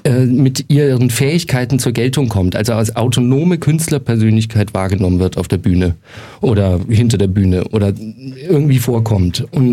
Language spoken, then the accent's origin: German; Nuremberg, Bavaria, Germany; moved away as an adult; now in Munich, Germany; Und wir haben beschlossen, nach München zu ziehen. Und ich als Nürnberger wollte mir mal ein eigenes Bild von der Stadt machen